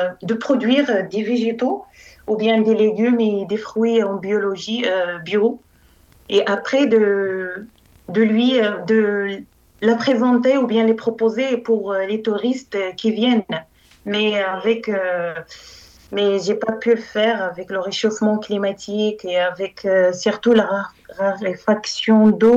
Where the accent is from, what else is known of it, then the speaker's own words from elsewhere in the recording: Errachidia, Drâa-Tafilalet, Morocco; Je suis d'origine de Rachidia, dans le sud-est du Maroc, c'est la région de Dar Atafilelt.